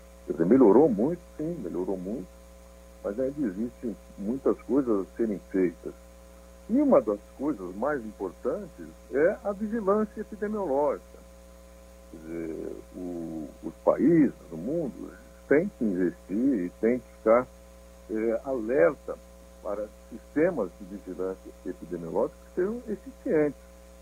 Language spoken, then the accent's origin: Portuguese; Batatais, São Paulo, Brazil; moved away; also born or lived in Ribeirão Preto; Não sou de Ribeirão, sou de Batatais, mas toda a minha vida profissional foi feita em Ribeirão Preto.